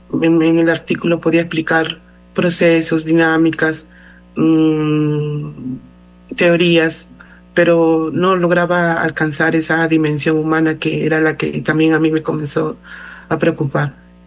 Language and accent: Spanish; Ica, Peru; born there; ejerzo la abogacía en mi país, Perú, en el lugar donde nací, que es Ica.